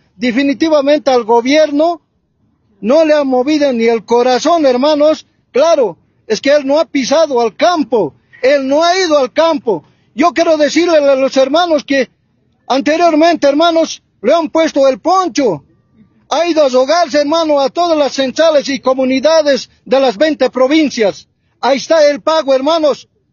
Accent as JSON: {"language": "Spanish", "country": "Bolivia", "said": "nosotros, como bolivianos, como indígenas originarios"}